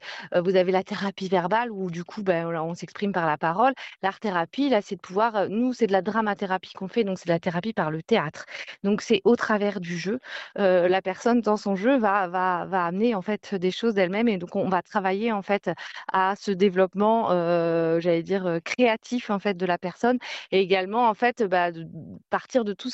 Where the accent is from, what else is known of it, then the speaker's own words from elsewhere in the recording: Normandy, France; Nous, on est basé dans le 20e, en fait, sur Paris. Après, moi, je suis originaire de l'Orne.